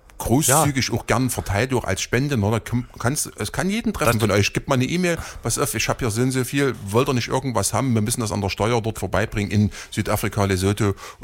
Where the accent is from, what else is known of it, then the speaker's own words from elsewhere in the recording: Saxony-Anhalt, Germany; Ich komme ja aus Sachsen-Anhalt.